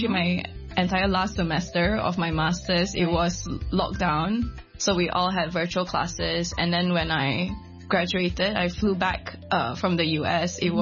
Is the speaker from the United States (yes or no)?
no; Penang, Malaysia; I grew up in Penang, born and raised, and I did my entire primary, secondary school education in a public school in Penang.